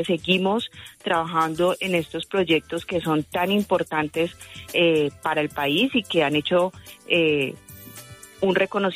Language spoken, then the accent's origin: Spanish; Cali, Valle del Cauca, Colombia; tenemos que seguirnos moviendo como caleños, como vallecaucanos y como colombianos para esto salga nuevamente adelante porque podemos.